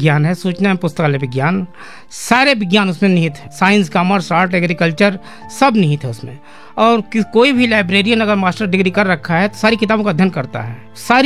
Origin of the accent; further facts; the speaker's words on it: Gonda, Uttar Pradesh, India; moved away as an adult; now in Gorakhpur, India; मेरा बचपन का जीवन गोंडा आवाज में बीता है, मैं यहीं का विद्यार्थी रहा, बाल्यकाल से लेके और पढ़ाई तक यहीं रहा मैं।